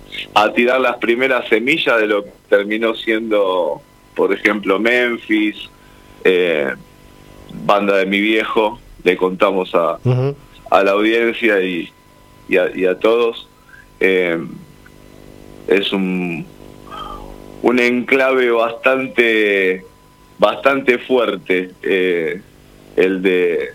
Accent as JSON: {"language": "Spanish", "region": "Buenos Aires", "country": "Argentina", "tie": "born or raised there", "said": "Ahora estoy en mi barrio natal, Floresta, bien en el riñón de Floresta."}